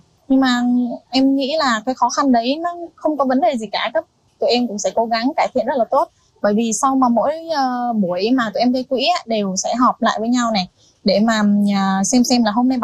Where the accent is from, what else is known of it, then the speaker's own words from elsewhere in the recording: Đắk Lắk, Vietnam; Em xin tự giới thiệu … em đến từ Đắk Lắk.